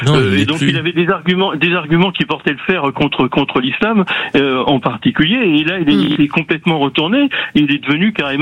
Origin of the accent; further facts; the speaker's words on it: France; on est républicain, mais on est français. C'est-à-dire que moi, je mange pas républicain, je mange français.